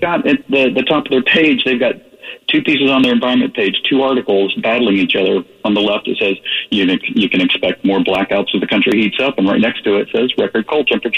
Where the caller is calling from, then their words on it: California, United States; being here in the central part of California, middle California